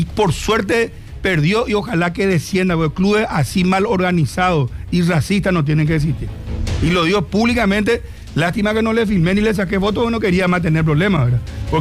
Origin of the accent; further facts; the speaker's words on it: Paraguay; Soy paraguayo, le digo.